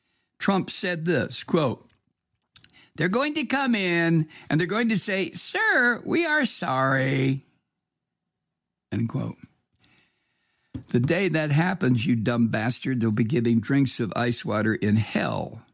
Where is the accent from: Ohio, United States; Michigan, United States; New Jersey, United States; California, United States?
Ohio, United States; Toledo; As I've told you many times, I was brought up in Toledo, Ohio, on the shores of Lake Erie.